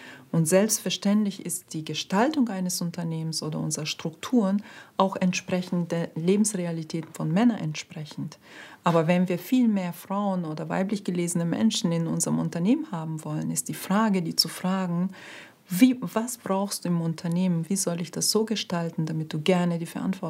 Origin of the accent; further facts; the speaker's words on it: Turkey; German is a second language; moved away as an adult; now in Germany; Abitur in die Türkei gemacht und dann mit 18 habe ich mich entschieden, nach Deutschland zu kommen. Ich habe erst mal Deutsch gelernt, 2 Jahre.